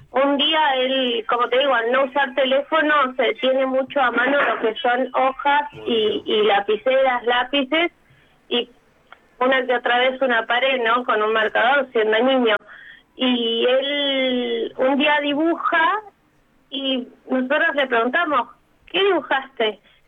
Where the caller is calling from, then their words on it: Comodoro Rivadavia, Chubut, Argentina; Nosotros somos de Comodoro